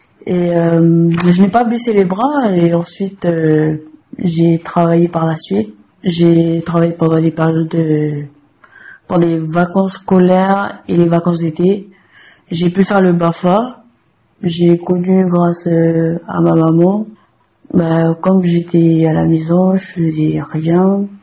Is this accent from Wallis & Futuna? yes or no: yes; Wallis, Wallis & Futuna; now in Koumac, New Caledonia; j'ai 20 ans, je suis originaire de Wallis